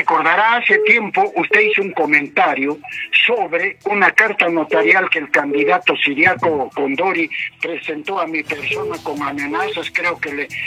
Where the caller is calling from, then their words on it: Huaran, Cusco, Peru; yo vivo en Huaram